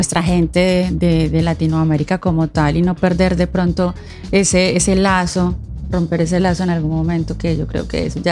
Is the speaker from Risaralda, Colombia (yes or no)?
yes; Pereira, Risaralda, Colombia; moved away as an adult; now in Oslo, Norway; Soy de Pereira.